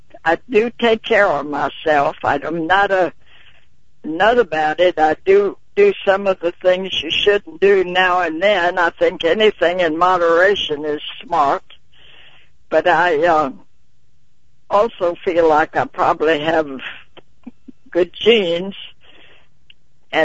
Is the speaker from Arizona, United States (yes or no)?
no; Baton Rouge, Louisiana, United States; my hometown of Baton Rouge, where my husband and I met and where we both graduated